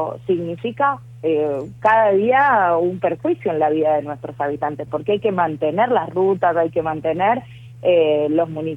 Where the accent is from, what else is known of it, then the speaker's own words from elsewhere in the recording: Argentina; porque lamentablemente todos como argentinos tenemos la responsabilidad